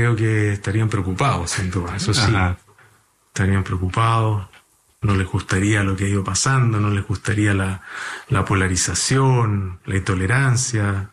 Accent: Arauco, Biobío, Chile; en la playa de Arauco, de mi pueblo natal.

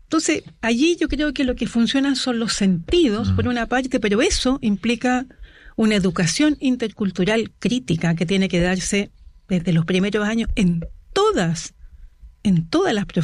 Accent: Chile; soy chilena

